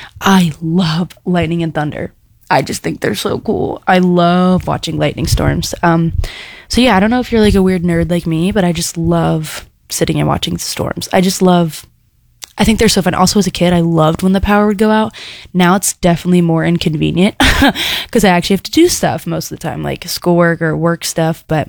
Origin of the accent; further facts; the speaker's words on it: New Jersey, United States; I'm from New Jersey, so East Coast, so especially during hurricane season, we can get some crazy thunderstorms